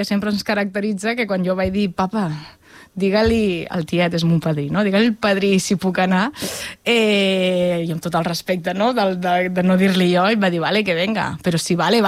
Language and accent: Catalan; La Selva del Camp, Catalonia, Spain; also born or lived in Reus; Jo vaig néixer a Reus, tot i que amb 6 anys vaig anar a viure en un poble que es diu La Selva del Camp, per tant em considero salvatana.